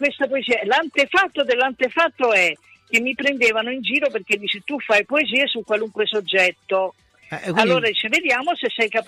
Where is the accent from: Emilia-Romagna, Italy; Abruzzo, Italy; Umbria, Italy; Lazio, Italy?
Lazio, Italy; Rome; born there; Io sono romana, ma i genitori miei sono marchigiani. Quindi... di un piccolo paese in provincia di Ascoli Piceno che si chiama Cervara e adesso ormai è 4 abitanti.